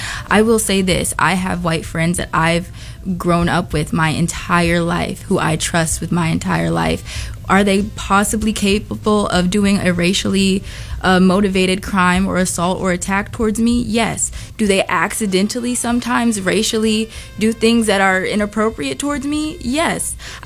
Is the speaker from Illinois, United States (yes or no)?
yes; Chicago, Illinois, United States; I'm a young girl. I grew up in University of Chicago Lab School. I go to Howard University.